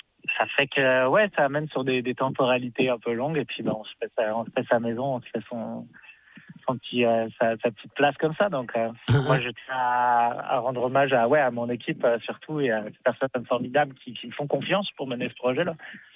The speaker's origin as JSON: {"language": "French", "region": "Quebec", "country": "Canada", "accent": "Québécois", "said": "je stresse quand je monte sur scène ou quand je dois parler à la radio, c'est plus mon accent québécois qui revient"}